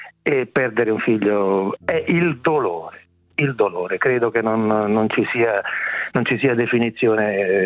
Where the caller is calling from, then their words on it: Rome, Lazio, Italy; Io sono di Roma, sì.